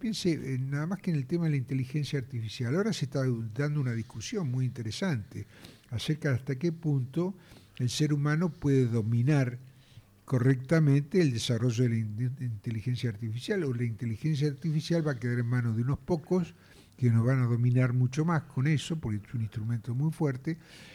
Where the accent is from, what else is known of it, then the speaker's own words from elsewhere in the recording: Mar del Plata, Buenos Aires Province, Argentina; en Mar del Plata, yo soy marplatense